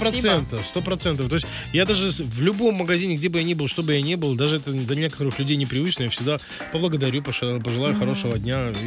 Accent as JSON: {"language": "Russian", "country": "Belarus", "said": "наши белорусы тоже очень-очень опрятные и аккуратные"}